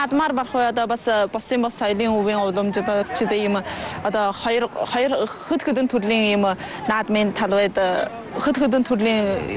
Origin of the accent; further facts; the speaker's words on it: Hulunbuir, Inner Mongolia, China; Тэгээ Хүлэнбэр хотын өвөн хөшөөнэй шинхэн самар нутагтай.